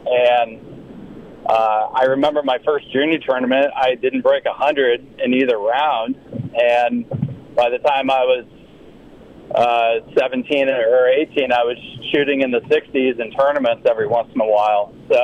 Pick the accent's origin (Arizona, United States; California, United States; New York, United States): California, United States; now in Sioux Falls, United States; Southern California, like Disneyland area.